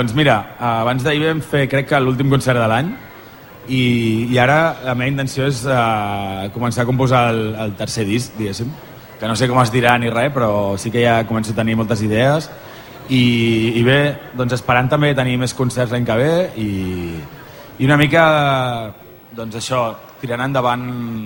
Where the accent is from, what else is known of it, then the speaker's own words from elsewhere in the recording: Sant Boi de Llobregat, Catalonia, Spain; jo penso que es nota moltíssim en com som els de Sant Boi, com hem viscut i com hem vist